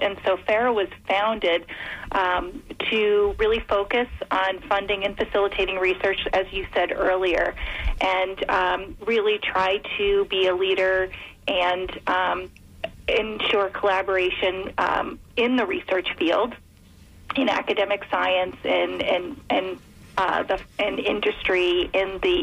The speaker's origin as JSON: {"language": "English", "region": "New York", "country": "United States", "tie": "born or raised there", "moved": "as an adult", "lives_now": "Philadelphia area, United States", "said": "I grew up in New York, but I moved actually to outside of Philadelphia to take this role with Farrah."}